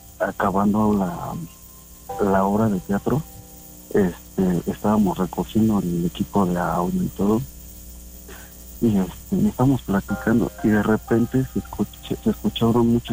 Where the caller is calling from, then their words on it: Zumpango, State of Mexico, Mexico; Aquí de Zumpango.